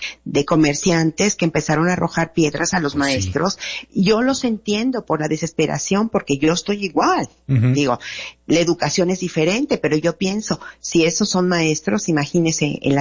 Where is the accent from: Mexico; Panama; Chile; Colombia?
Mexico; Y me siento como mexicana tan impotente.